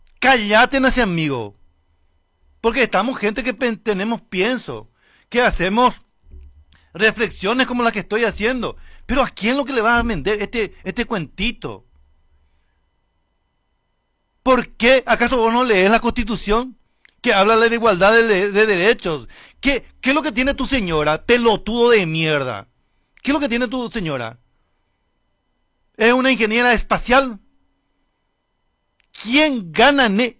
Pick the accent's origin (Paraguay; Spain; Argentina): Paraguay; lo boludo que somos los paraguayos